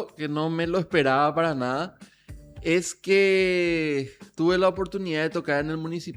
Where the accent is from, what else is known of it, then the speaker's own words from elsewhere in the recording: San Vicente, Asunción, Paraguay; yo soy de San Vicente, por cierto. Hay límite con Lambaré.